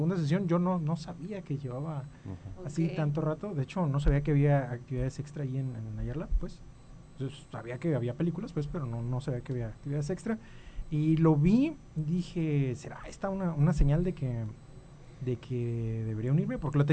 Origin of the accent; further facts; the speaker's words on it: Aquiles Cerdán, Jalisco, Mexico; un ranchito que se llama Aquiles Cerdán, que está para